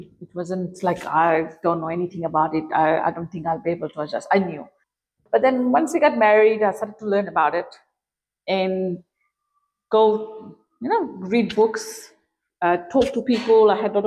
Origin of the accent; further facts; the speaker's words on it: Fiji; moved away as an adult; now in Australia; Because we're from Fiji